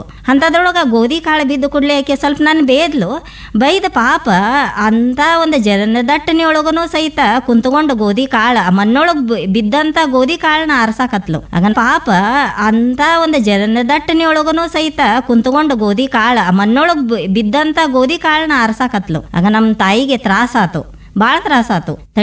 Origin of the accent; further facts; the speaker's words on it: Ramdurg, Karnataka, India; now in Sulebhavi, India; ನಮ್ಮೂರು ರಾಮದುರ್ಗ, ನನ್ನ ಹುಟ್ಟೂರು ರಾಮದುರ್ಗ ಅಂತೇಳಿ ಹೆಮ್ಮೆಯಿಂದ ಹೇಳ್ತೀನಿ ನಾನು.